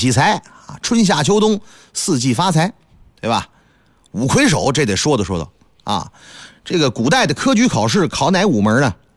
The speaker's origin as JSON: {"language": "Chinese", "region": "Northeast China", "country": "China", "tie": "born or raised there", "said": "你像我老家东北"}